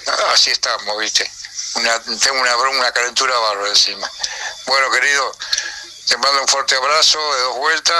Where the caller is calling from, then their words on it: Argentina; a pesar de que soy argentino, siempre hinché para que Uruguay gane